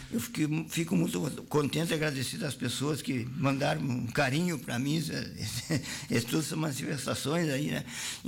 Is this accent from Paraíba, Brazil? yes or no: no; Soledade, Rio Grande do Sul, Brazil; moved away; eu voltar para a minha terra natal, que é Soledade aqui, e o meu Rio Grande do Araçá